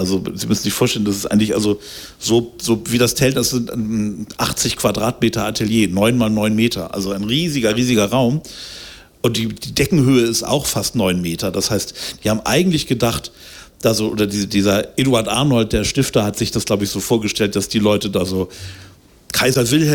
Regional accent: Germany; was man als Deutscher so in Italien erlebt

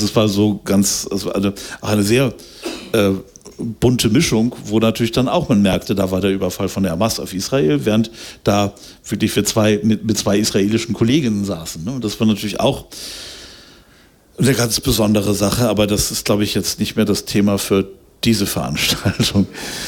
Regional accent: Germany; Und das ist natürlich auch lustiger, was man als Deutscher so in Italien erlebt.

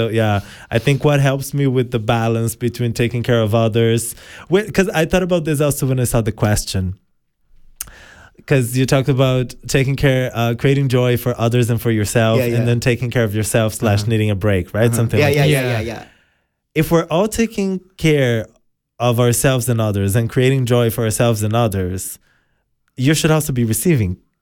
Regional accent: Brazil; English is a second language; moved away as an adult

